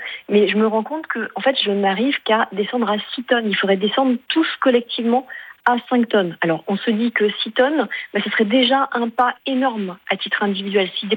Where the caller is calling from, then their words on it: Bordeaux, Nouvelle-Aquitaine, France; Moi, je suis de Bordeaux, donc j'ai vécu en direct le premier incendie de 2022